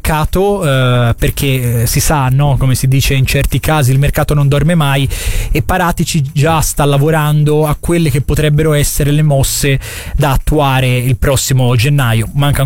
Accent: Antella, Tuscany, Italy; sono dell'Antella

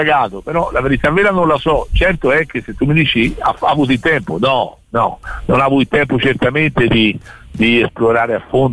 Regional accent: Tuscany, Italy; siamo toscani.

